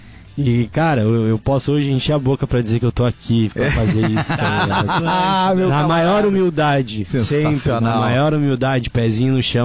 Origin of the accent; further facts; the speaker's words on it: South Region, Brazil; sou oriundo, sou nascido aqui do Sul, né, criado ouvindo Atlântida